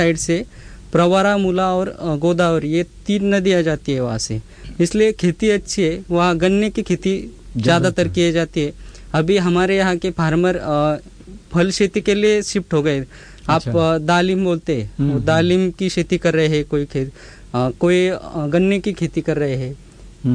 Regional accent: Nevasa, Maharashtra, India; मैं नेवासा तहसील से बिलोंग करता हूँ, अहमदनगर डिस्ट्रिक्ट से।

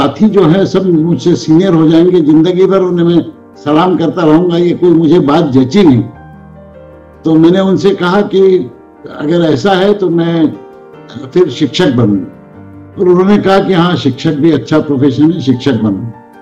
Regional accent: Madhya Pradesh, India; also born or lived in Indore; पढ़ा मध्य प्रदेश में, वहाँ सब हिंदी में पढ़ाई करी, शुरू के कुछ वर्षों में मराठी में पढ़ाई करी थी।

